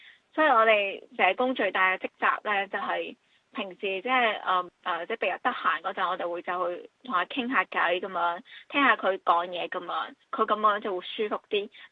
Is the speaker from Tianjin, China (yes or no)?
no; Shenzhen, Guangdong, China; also born or lived in Hong Kong; 因为我本身小的时候就是深圳那边的，后面先来了香港，所以我的普通话和粤语都是 OK，